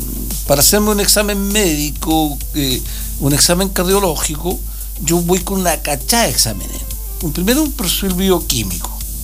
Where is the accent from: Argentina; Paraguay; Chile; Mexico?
Chile; Valle Simpson, Aysén; como yo soy de Valle Simpson, llamé a la posta.